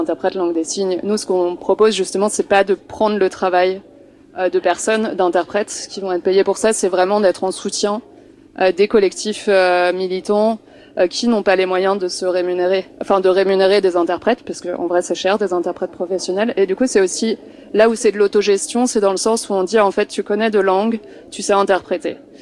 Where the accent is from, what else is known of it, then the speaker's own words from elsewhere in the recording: France; now in Belgium; moi je suis française